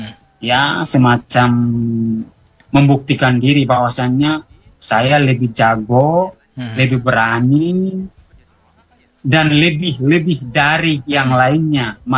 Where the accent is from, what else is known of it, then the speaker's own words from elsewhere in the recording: East Nusa Tenggara, Indonesia; first language Dawan; Indonesian is a second language; moved away; Berbicara, berkomunikasi dengan bahasa Dawan juga itu merupakan satu simbol identitas di mana kita sebagai orang Dawan Timur.